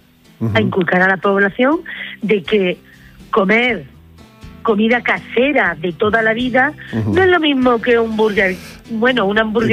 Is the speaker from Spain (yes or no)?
yes; Andalusia, Spain; como andaluces tenemos que estar muy orgullosos de eso.